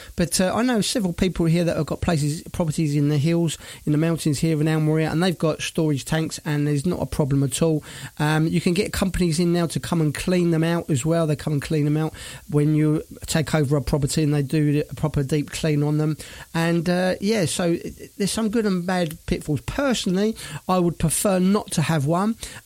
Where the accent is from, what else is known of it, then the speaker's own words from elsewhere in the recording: Brighton, South East England, United Kingdom; And she's a singer, songwriter, and a vocal coach in my hometown of Brighton.